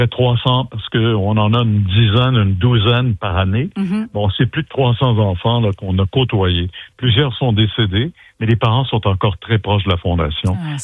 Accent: Quebec, Canada; chez nous, au Québec

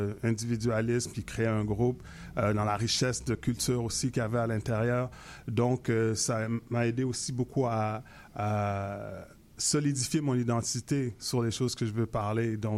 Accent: Montreal, Quebec, Canada; born there; first language Haitian Creole; French is a second language; je suis né à Montréal de parents d'origine haïtienne, puis bon, à la maison, c'était créole haïtien qui était qu'on communiquait, et puis après, bon, j'étais à l'école en français

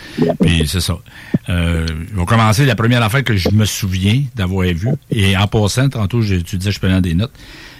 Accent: Sherrington, Quebec, Canada; also born or lived in Rougemont; Quand j'étais jeune, je vivais à Sherrington, dans le rang comptant, dans le petit rang perdu, là, où, c'est quasiment un village qui abrite la lune puis roule le trottoir le soir

